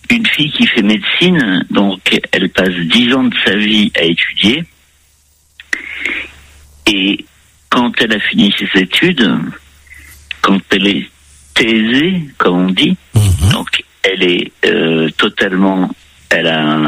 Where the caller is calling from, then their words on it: Paris, Île-de-France, France; moi, je suis parisien